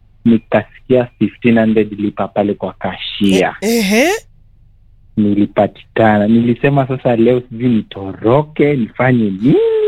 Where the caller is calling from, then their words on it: Loitoktok, Kajiado County, Kenya; Niko Loitoktok.